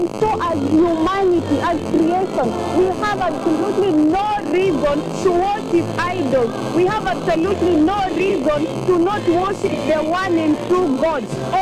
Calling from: Lodwar, Turkana County, Kenya; You are speaking to … I'm calling you from Lodwa here in Turkana

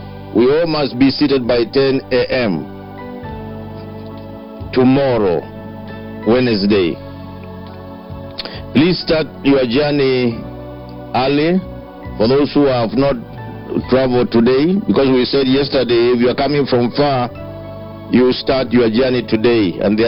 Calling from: Nairobi, Kenya; I'm calling from Nairobi to bring this afternoon the travel advisory.

